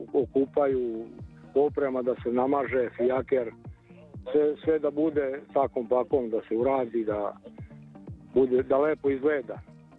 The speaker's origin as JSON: {"language": "Serbian", "town": "Mala Remeta", "region": "Vojvodina", "country": "Serbia", "said": "Pa ove godine je skup u 12 časova kod nas u Maloj Remeti. 10. je po redu manifestacija, to je već prešlo tradiciju kod nas"}